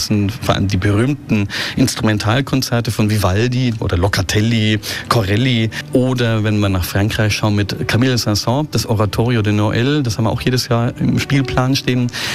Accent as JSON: {"language": "German", "town": "Neuendettelsau", "region": "Bavaria", "country": "Germany", "tie": "born or raised there", "also_born_or_lived": "Nuremberg", "said": "Genau, ich bin in Nürnberg geboren am 2. Dezember. Ich bin also ein Nürnberger Christkind, wenn man so sagen möchte, und bin dann im Umland aufgewachsen in Neuendettelsau"}